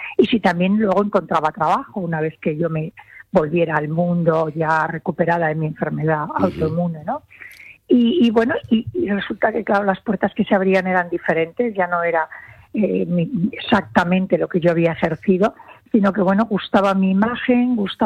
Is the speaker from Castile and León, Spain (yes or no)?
yes; León, Castile and León, Spain; abrí una tienda multimarca con mi hermana en León, yo soy leonesa